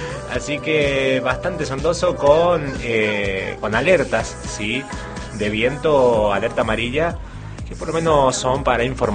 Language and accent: Spanish; La Rioja, Argentina; así somos los riojanos